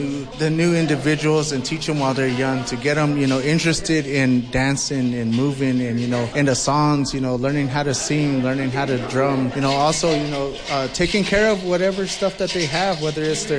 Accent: Acoma Pueblo, New Mexico, United States; I am from the Pueblo of Acoma. I come from the Big Sun clan on my mother's side and a Little Turkey clan on my father's side.

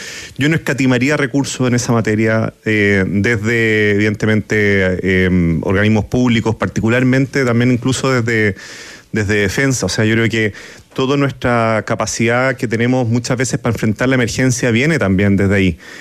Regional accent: Chile; nos pasan situaciones que nos definen a todos como chilenos

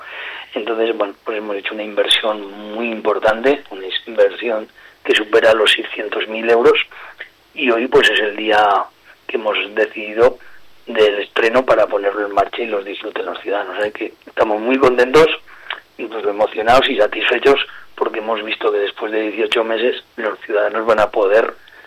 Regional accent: La Rioja, Spain; los que somos riojanos y tenemos tanta cercanía hacia nuestros vecinos

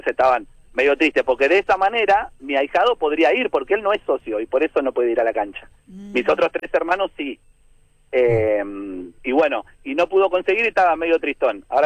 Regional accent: Villa Ballester, Buenos Aires Province, Argentina

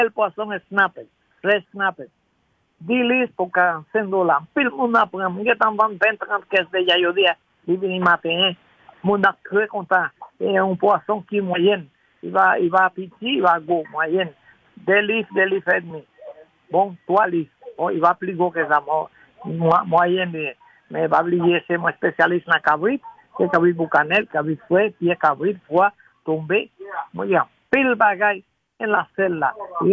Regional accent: Haiti; On est haïtien

